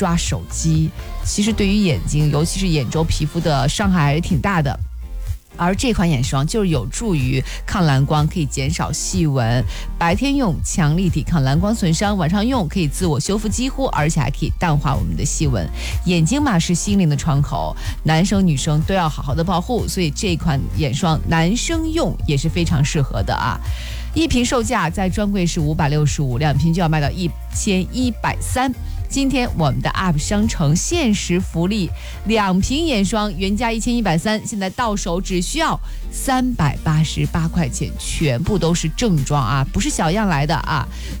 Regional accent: China

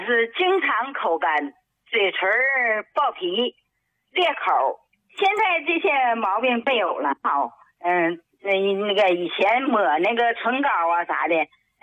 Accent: Shenyang, Liaoning, China; 我是沈阳的，住在于洪区。

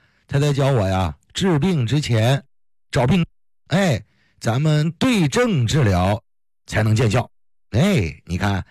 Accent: China; 身为中国人呢，有人说我就得用中医

